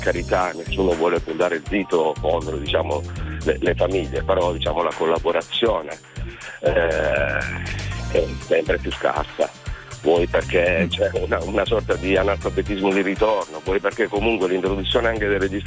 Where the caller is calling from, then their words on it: Cremona, Lombardy, Italy; Io chiamo da Cremona.